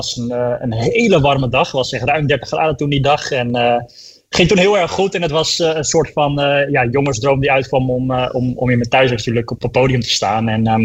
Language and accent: Dutch; Almere, Flevoland, Netherlands; born there; Ik bedoel, ik ben geboren in het Flevo ziekenhuis, een paar honderd meter van de start en de finish vandaan, zeg maar.